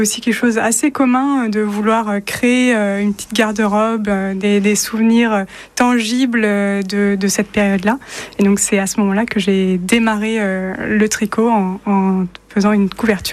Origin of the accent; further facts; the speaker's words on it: Cholet, Pays de la Loire, France; moved away as an adult; also born or lived in Paris region; now in Saint-Herblain, France; Je suis originaire du Maine-et-Loire.